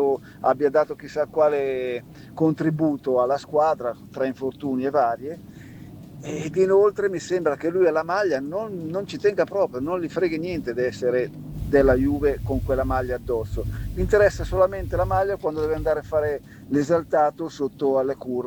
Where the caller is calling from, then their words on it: Milan, Lombardy, Italy; da Milano